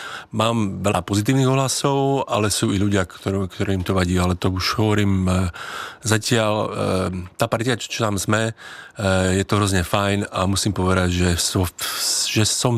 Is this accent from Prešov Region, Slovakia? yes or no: no; Košice, Košice Region, Slovakia; tak hovorím, no, akože odkiaľ si, alebo to hovorím, že ja som z Košíc, no tak to ani náhodou.